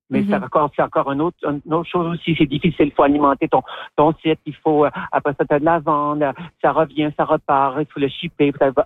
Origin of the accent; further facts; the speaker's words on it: Quebec, Canada; moved away as an adult; Je suis née à Allemagne-Lac-Saint-Jean et que j'y ai vécu jusqu'à l'âge de 19 ans, 20 ans à peu près. Ça fait plus que 45 ans que je suis partie de la région.